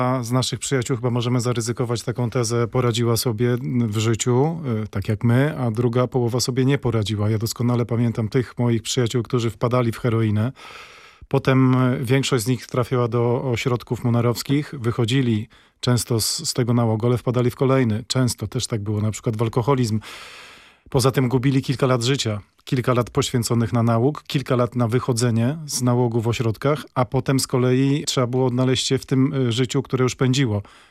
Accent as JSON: {"language": "Polish", "town": "Warsaw", "region": "Masovian Voivodeship", "country": "Poland", "tie": "born or raised there", "said": "wychowaliśmy się obydwoje na warszawskim Brudnie."}